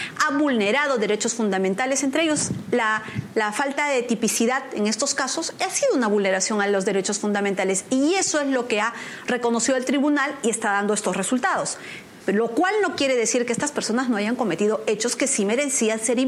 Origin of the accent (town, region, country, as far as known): Peru